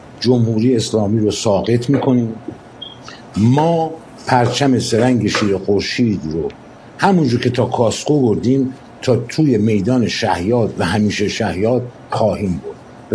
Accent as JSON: {"language": "Persian", "country": "Iran", "said": "این جنگ علیه کشور خودم باشه، وطنم باشه"}